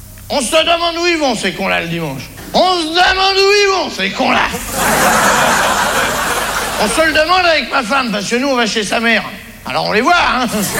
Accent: France

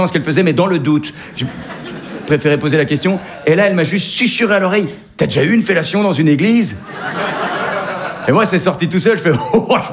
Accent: Belgium; Oh, ça va, je sais de quoi je parle, je viens de Belgique.

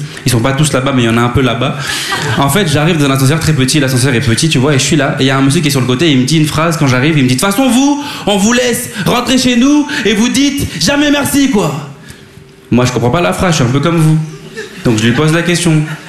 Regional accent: Bordeaux, Nouvelle-Aquitaine, France; now in Paris, France; Moi je suis pas d'ici, moi je suis de Bordeaux. Je découvre Paris petit à petit.

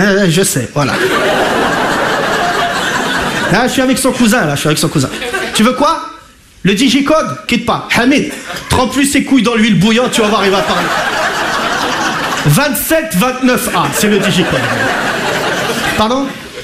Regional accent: France; Je préfère qu'on en parle et je suis français. Oui, oui, je suis français, pas de malentendu.

